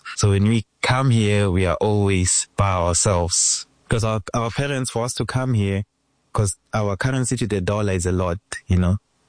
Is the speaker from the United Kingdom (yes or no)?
no; South Africa; first language English; moved away as an adult; now in United States; I'm from South Africa.